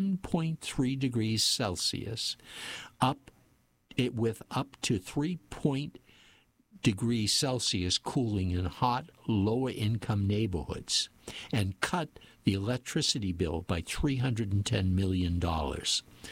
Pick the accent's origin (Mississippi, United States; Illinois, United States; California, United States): Mississippi, United States; Growing up in Mississippi in the 1950s, our summers were unbearably hot and humid.